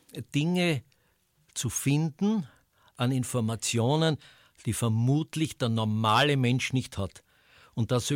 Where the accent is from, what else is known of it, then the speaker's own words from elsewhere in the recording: Graz, Styria, Austria; Als erstes habe ich ja Fußball gemacht als Grazer.